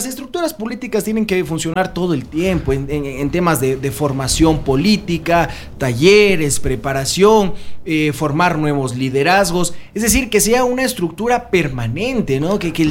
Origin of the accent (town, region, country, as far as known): Loja, Ecuador